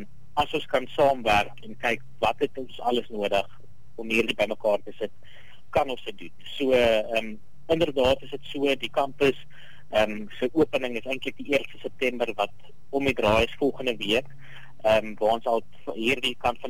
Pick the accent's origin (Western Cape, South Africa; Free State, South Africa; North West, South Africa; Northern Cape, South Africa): Western Cape, South Africa; Oudtshoorn; So, ek het self groot geword in Oudtshoorn. En ja, het een groot hart vir die klein Karoo